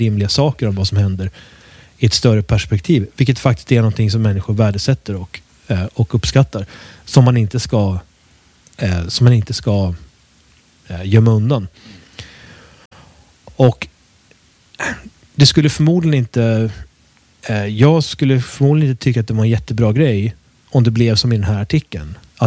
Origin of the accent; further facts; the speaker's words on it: Sweden; Jag har en annan plats i Sverige som jag kommer ifrån, men jag har inget intresse av att bygga någonting där.